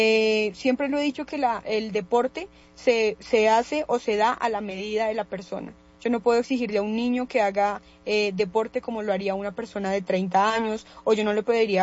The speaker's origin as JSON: {"language": "Spanish", "country": "Colombia", "lives_now": "Cundinamarca, Colombia", "said": "tenemos como colombianos, y principalmente aquí en Cundinamarca."}